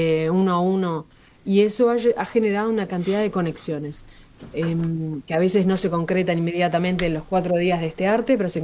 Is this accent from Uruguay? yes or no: yes; Uruguay; moved away as an adult; also born or lived in Punta del Este / La Paloma; now in abroad; yo hace muchos años que vivo en el exterior, soy uruguaya, crecí entre Montevideo, Punta del Este y La Paloma, así que también conozco el público de Punta del Este bastante